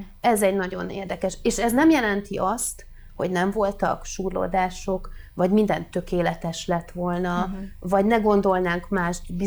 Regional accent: Budapest, Hungary; Én ugye budapesti vagyok, és én Budapesten jártam a külkereskedelmi főiskolára

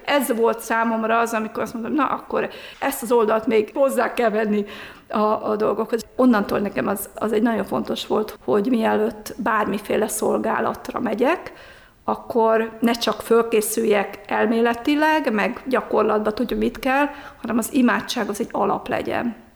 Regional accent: Hungary; Hát először nagyon-nagyon nehezen viseltük, mint magyarok

